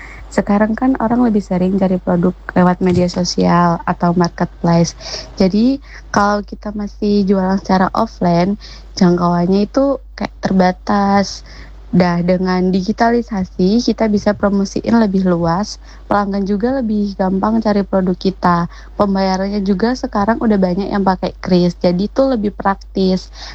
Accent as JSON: {"language": "Indonesian", "town": "Bandar Lampung", "region": "Lampung", "country": "Indonesia", "said": "Perkenalkan … Saya dari Bandar Lampung."}